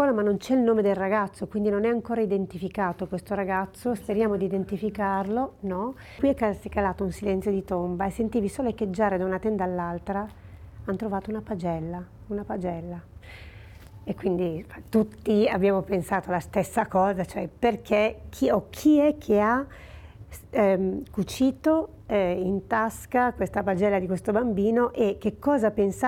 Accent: Pontestura, Piedmont, Italy; Io so che … al mio paese natio, che è Pontestura, che è vicino a Casale Monferrato di Pontestura, perché sanno che lavoro sulle ossa.

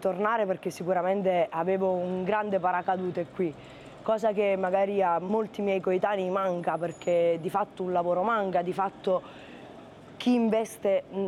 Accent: Rotonda, Basilicata, Italy; al momento non immagino una vita fuori da Rotonda. Mi piace vivere

